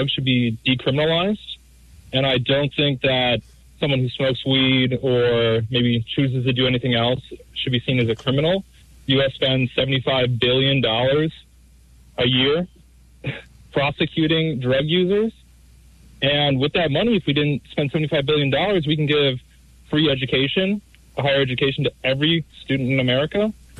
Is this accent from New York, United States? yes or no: no; Chicago, Illinois, United States; I'm from Chicago, Illinois.